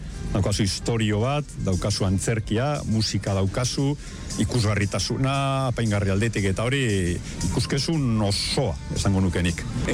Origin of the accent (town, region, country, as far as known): Basauri, Basque Country, Spain; also born or lived in Vitoria-Gasteiz; now in Arbizu, Spain